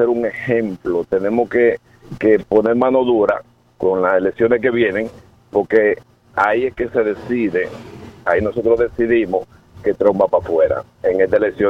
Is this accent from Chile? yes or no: no; Dominican Republic; porque es que yo he dicho, yo soy dominicano